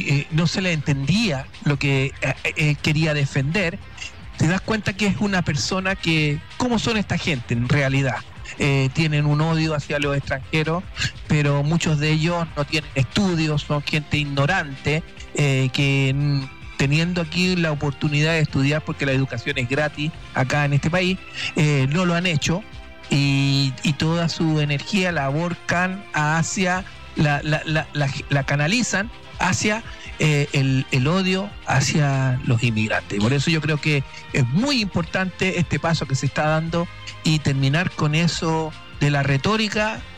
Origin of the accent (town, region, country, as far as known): Chile; moved away